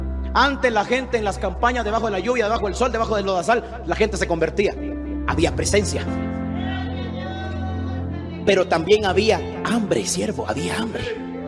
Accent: Nicaragua; Para los que no saben, soy nicaragüense

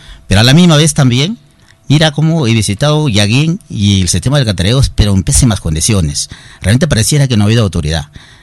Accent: Sinsicap, La Libertad, Peru; moved away; regresaba a mi pueblo hace unos meses atrás, empezando el año 26

